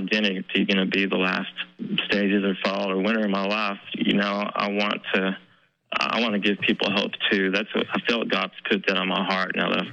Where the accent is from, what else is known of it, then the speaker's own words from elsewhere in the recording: Weatherford, United States; I was eating at my a pizza place in my hometown of Weatherford I grew up in.